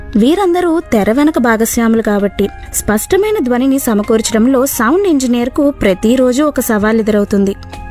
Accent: Nagpur, Maharashtra, India; also born or lived in Bengaluru; వృత్తిరీత్యా మహారాష్ట్రలోని నాగ్పూర్లో ఉండేవారు. నేను అక్కడే పుట్టి పెరిగాను. మళ్ళీ బెంగళూరుకి వచ్చాం. దాంతో అక్కడే నా చదువంతా సాగింది.

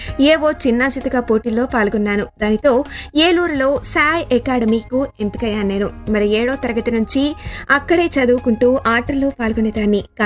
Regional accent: Pedda Krishnapuram, Andhra Pradesh, India; నేను కూడా అదే శ్రీకాకుళం జిల్లా ఆముదాల వలస మండలం నుంచి వచ్చాను. ఆమెనే స్ఫూర్తిగా తీసుకున్నాను. మా ఊరు పెద్ద కృష్ణాపురం.

